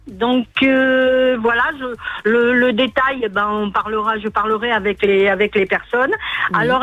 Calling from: Bourail, South Province, New Caledonia; Alors, je suis à Bouraille

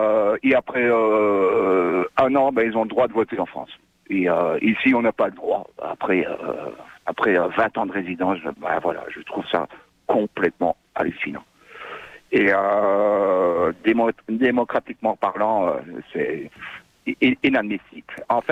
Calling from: New Caledonia; ça fait 17 ans que je suis en Calédonie

